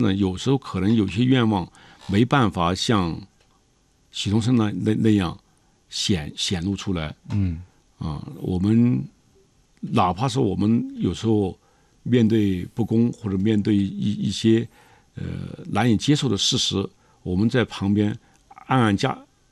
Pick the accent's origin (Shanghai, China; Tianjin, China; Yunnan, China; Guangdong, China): Yunnan, China; Zhaotong; 像我老家昭通